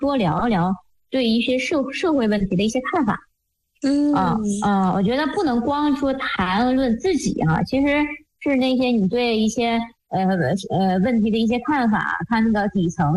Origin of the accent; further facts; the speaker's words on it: Dalian, Liaoning, China; 因为我是东北人嘛，我是那个辽宁大连，